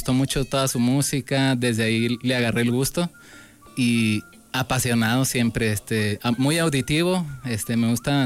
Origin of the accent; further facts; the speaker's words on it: Saltillo, Coahuila, Mexico; also born or lived in Monclova / Monterrey; Nací en Monclova, mi papá es de aquí de Saltillo, mi mamá es de Monclova.